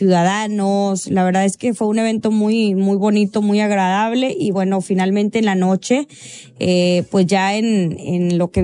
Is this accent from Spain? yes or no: no; Mexico; Pero bueno, esto es como buenos mexicanos, hombre, todo se hace a la mera hora